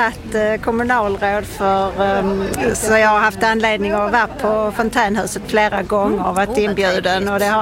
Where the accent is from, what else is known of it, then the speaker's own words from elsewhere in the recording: Malmö, Skåne, Sweden; Jag kommer från Malmö.